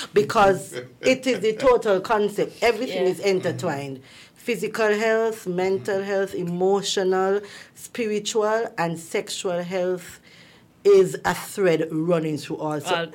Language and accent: English; Cayon, St. Kitts & Nevis; now in Keys, Saint Kitts and Nevis; Mm-hmm. I hail from the beautiful village of Keyon.